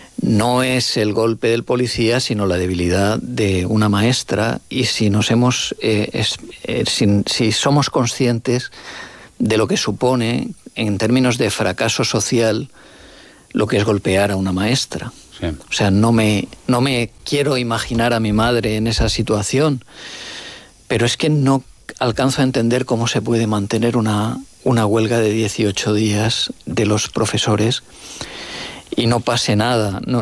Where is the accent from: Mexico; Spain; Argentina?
Spain; Valencian Community; Y soy alicantino, o sea, valenciano.